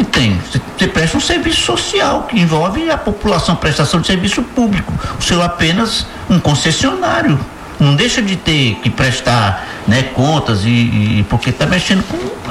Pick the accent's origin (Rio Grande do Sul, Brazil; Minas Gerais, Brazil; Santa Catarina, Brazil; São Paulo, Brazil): Minas Gerais, Brazil; Ouro Preto; eu adoro Ouro Preto, é minha cidade, é minha terra